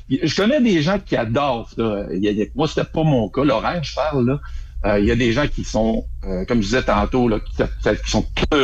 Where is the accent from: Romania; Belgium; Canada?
Canada; Quebec City, Quebec; moved away as an adult; also born or lived in Alberta; quand je suis parti de Québec, après mes études universitaires, je suis allé travailler en Alberta